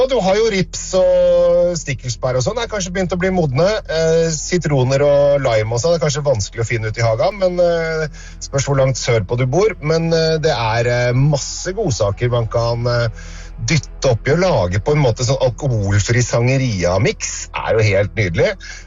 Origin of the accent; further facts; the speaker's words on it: Eastern Norway, Norway; vi kommer fra Østlandet.